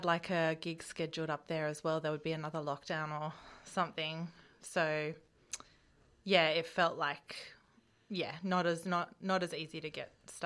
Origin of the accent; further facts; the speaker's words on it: Bendigo, Victoria, Australia; also born or lived in Castlemaine; Well, this is my home. I was born in Bendigo. My parents lived on a bush block between here and Bendigo. My whole family's from here.